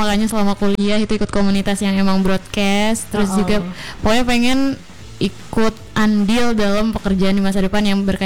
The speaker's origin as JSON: {"language": "Indonesian", "region": "Central Kalimantan", "country": "Indonesia", "tie": "born or raised there", "said": "Kalau aku aslinya Gunung Mas juga."}